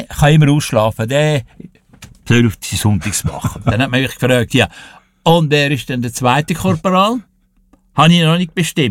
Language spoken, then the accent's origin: German; Zurich, Switzerland; Wir sind mitten im Fluglärm aufgewachsen. Dübendorf, Militärflughafen, Kloten, Zivilflughafen.